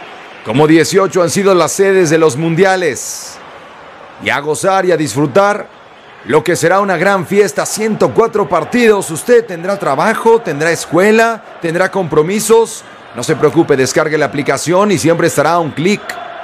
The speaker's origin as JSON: {"language": "Spanish", "country": "Mexico", "said": "ya quisiéramos tener como mexicanos pues uno o dos de los nuestros en estas instancias definitivas."}